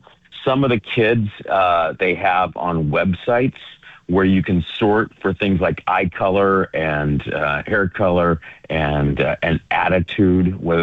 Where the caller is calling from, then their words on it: Kyiv, Ukraine; It's great to be with you. I'm calling you from Kyiv.